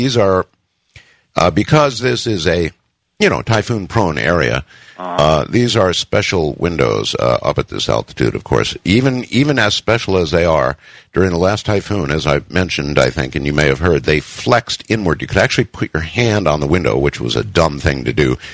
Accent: United States; moved away as an adult; now in Luzon, Philippines; I remain an American citizen.

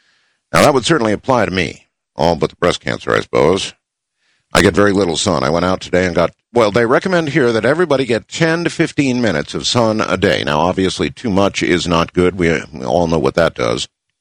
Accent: Mexico, New York, United States; My hometown of Mexico, New York, has about 72 inches of snow.

